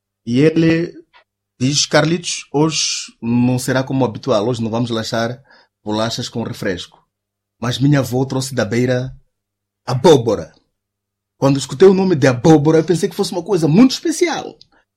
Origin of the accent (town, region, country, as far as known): Gondola, Manica, Mozambique; born or raised there; first language Chute; Portuguese is a second language; moved away